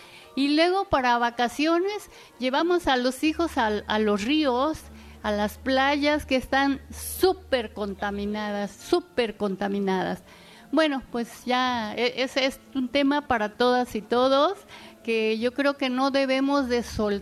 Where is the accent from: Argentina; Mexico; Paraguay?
Mexico; Veracruz; yo también soy orgullosamente de Veracruz.